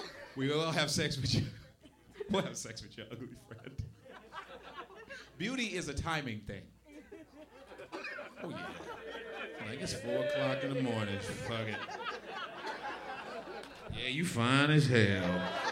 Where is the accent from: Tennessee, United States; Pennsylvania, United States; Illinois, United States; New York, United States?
New York, United States; I'm a New Yorker, so I don't give a fuck.